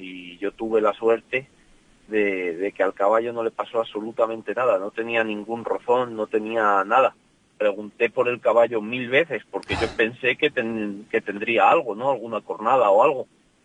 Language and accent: Spanish; Peñaranda de Bracamonte, Castile and León, Spain; Peñaranda pues es mi tierra, ¿no? Es donde yo vivo todos los días, donde convivo con la gente